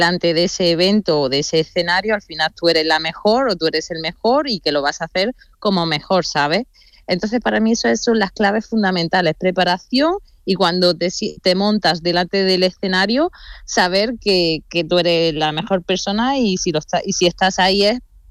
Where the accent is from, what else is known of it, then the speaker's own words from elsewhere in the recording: Dúrcal, Andalusia, Spain; yo tengo, también porque vengo del mundo rural, yo soy de un pueblo, soy de Dúrcal, de Granada, del Valle del Lecrín, y mis padres tenían casas rurales.